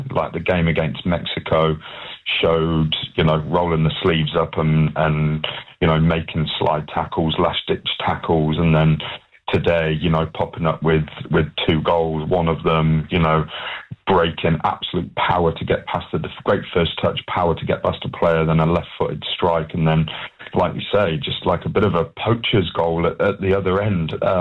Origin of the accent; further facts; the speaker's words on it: England, United Kingdom; as far as an Englishman goes, that's the best performance an English team in since I've been alive that England have put on